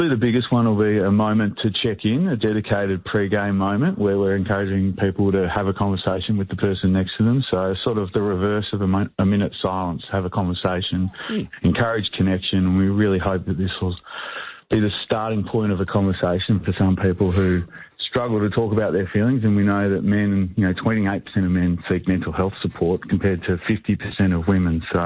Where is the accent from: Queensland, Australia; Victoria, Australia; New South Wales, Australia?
Victoria, Australia; Melbourne; I'm from Melbourne, yes.